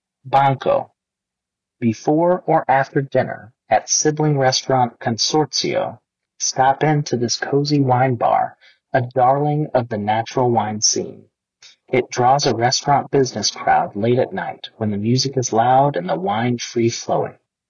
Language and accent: English; Bangkok, Thailand; moved away as an adult; now in overseas; Thai cooking is my heritage. It's my culture. I was born and raised in Bangkok, and I grew up surrounded by fantastic food. When I decided to live overseas as an adult